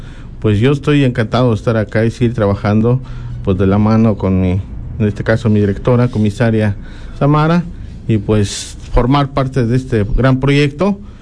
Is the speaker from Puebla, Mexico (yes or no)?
yes; Huehuetla, Puebla, Mexico; Yo soy orgulloso del municipio de Huehuetla, de Puebla.